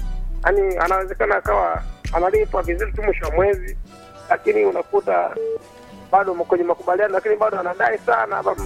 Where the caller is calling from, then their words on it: Dodoma, Tanzania; anajipatikana pande za Nyabu, Dodoma, makao makuu ya serikali. Ndiko ninakopatikana